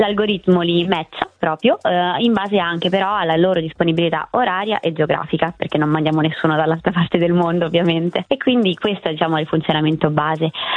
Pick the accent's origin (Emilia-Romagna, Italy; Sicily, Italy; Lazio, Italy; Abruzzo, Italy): Lazio, Italy; Rome; accent: Roman; vabbè, se siamo romani forse si capisce anche dall'accento, però lui viveva fuori Roma